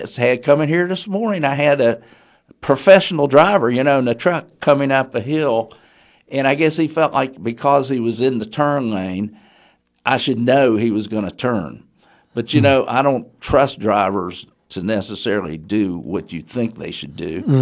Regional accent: Huntington, West Virginia, United States; because, of course, I grew up in the Huntington area.

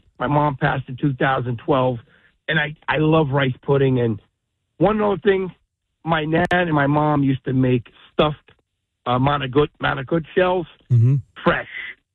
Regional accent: New Jersey, United States; So growing up, where I grew up in Lodi, Jersey City, and Elizabeth, we all went to the aunts and uncles on the Polish side.

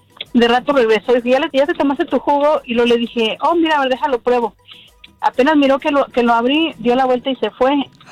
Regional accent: Aguascalientes, Mexico; Ay, mira, yo soy de Aguascalientes.

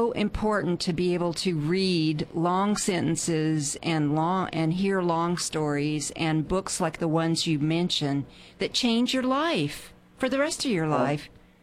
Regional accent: Texas, United States; accent: Texas; I'm reading the Calamity Club, and I'm getting my Texas accent back each page.

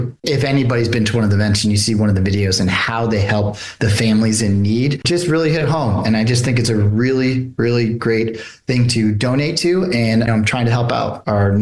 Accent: New York, United States; also born or lived in Savannah; now in Mount Pleasant, United States; I'm from New York originally

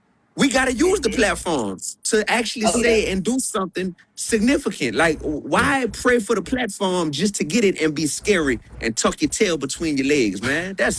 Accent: New Orleans, Louisiana, United States; I'm from New Orleans

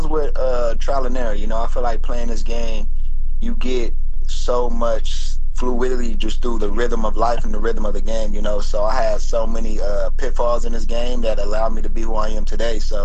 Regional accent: New Jersey, United States; so that was our family growing up in Jersey.

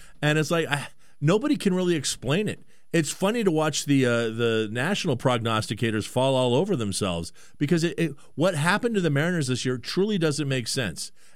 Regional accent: Vancouver, British Columbia, Canada; born there; I was born in Vancouver, and I was just up in Abbotsford last Saturday

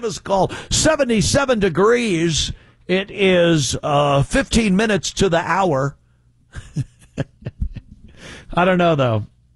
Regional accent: New York, United States; moved away as an adult; now in South Carolina, United States

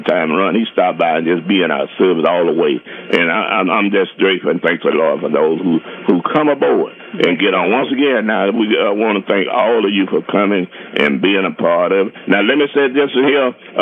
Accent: Chicago, Illinois, United States; now in Mississippi, United States; We grew up in Chicago together, her mother taking me in as a young child.

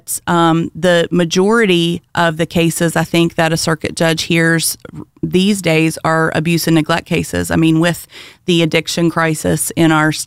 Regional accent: West Virginia, United States; also born or lived in Akron, Ohio; I was born a Putnam County child. I'm the only Putnam County native in this race. I was born and raised in Putnam County, graduated from Buffalo High School, went to Marshall University

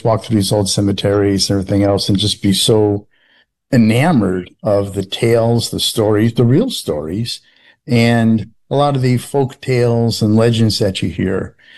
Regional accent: New England, United States; So, I grew up in New England, and, anytime you're anywhere in New England, you don't have to walk more than 5 or 6 feet before you come across some bit of history

